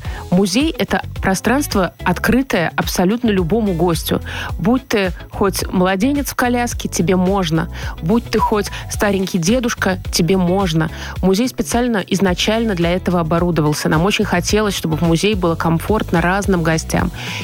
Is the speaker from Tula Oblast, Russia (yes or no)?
no; Saint Petersburg, Russia; Я выросла в Петербурге, своя специфика.